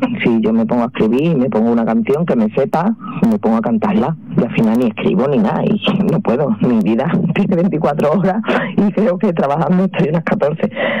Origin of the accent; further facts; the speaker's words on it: Cádiz, Andalusia, Spain; Yo soy incapaz de tocar las partes, ya que soy de Cádiz, no tengo ritmo ninguno, soy incapaz de tocar las palmas.